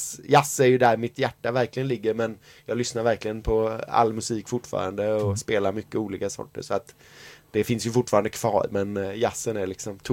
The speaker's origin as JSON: {"language": "Swedish", "town": "Gothenburg", "region": "Västra Götaland County", "country": "Sweden", "tie": "born or raised there"}